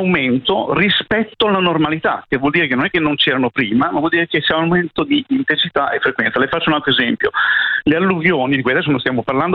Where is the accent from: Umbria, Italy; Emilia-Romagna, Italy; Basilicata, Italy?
Emilia-Romagna, Italy; Bologna; Faccio un esempio: Bologna, che lei cita, come voi potete sentire dall'accento, io sono di Bologna.